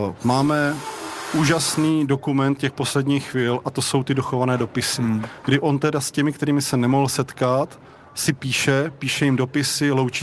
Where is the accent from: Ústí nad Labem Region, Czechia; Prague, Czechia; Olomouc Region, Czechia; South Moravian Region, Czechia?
South Moravian Region, Czechia; Bučovice; Já jsem znal Václava Drbolu z hodou okolností z toho důvodu, že jsem z Bučovic a on tam 7 let působil